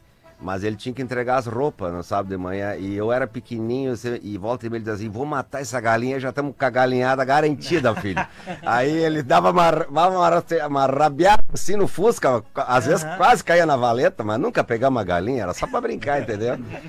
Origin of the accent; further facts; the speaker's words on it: Rio Grande do Sul, Brazil; Eu sou lá da Colônia, cara.